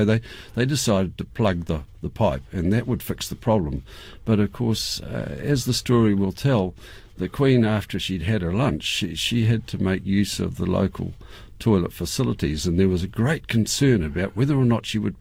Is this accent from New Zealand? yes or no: yes; Roxburgh, Otago, New Zealand; when I was brought up in Roxburgh, I had the old man range. That was my environmental area.